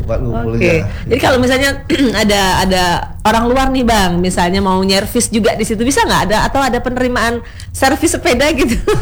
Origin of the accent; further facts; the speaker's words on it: Bengkulu, Indonesia; Wah, itu tempat saya, daerah saya tuh.